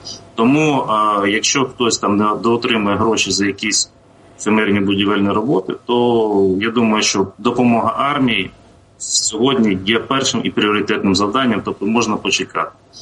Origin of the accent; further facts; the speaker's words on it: Kyiv, Ukraine; я як киянин